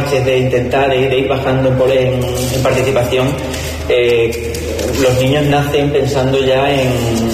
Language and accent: Spanish; Zalamea de la Serena, Extremadura, Spain; Tamara, que es de mi edad y que es también de Zalamea, pues empezó igual que yo y hoy es directora de la obra, ¿no? Creo que todos los que estamos en Zalamea cuando vivimos esto desde pequeños, pues lo llevamos muy dentro